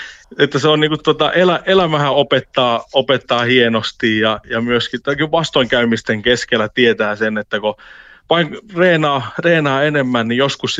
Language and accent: Finnish; Kurikka, South Ostrobothnia, Finland; born there; also born or lived in Stockholm, Sweden